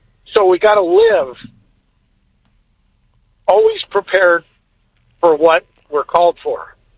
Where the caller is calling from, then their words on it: Mesa, Arizona, United States; calling from Mesa.